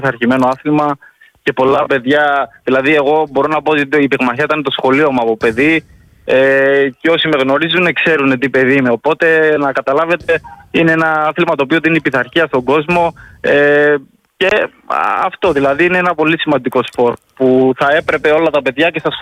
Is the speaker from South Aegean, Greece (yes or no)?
yes; Rhodes, South Aegean, Greece; moved away as an adult; now in England, United Kingdom; γυρνάω πίσω στον τόπο μου, στην πατρίδα μου